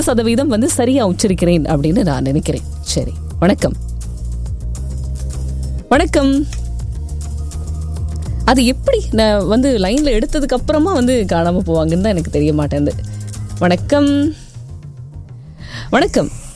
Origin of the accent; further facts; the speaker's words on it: Sri Lanka; இலங்கையில நான் பிறந்து வளர்ந்ததுனால, இலங்கையிலேயே ஊடகத்துக்குள்ள நான் வேலைக்கு போனதுனால